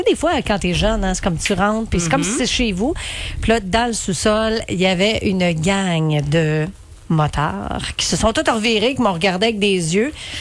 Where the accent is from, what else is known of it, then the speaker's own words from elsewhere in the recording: Sainte-Rosalie, Quebec, Canada; Ouais, parce que moi, je viens de Sainte-Rosalie, j'avais un voisin quand même peu recommandable